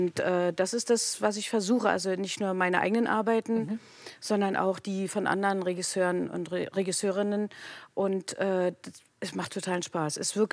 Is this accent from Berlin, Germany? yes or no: yes; Berlin, Germany; Und Osten, ich komme aus dem Osten, natürlich aus Berlin. Das ist meine Heimat, das ist meine Herkunft und die ist irgendwie verschwunden.